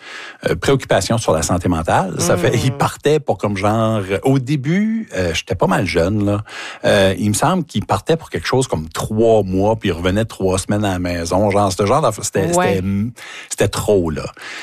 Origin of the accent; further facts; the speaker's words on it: Grande-Anse, New Brunswick, Canada; Toute ma vie à Grand-Anse, ma maman vient d'Anse Bleue.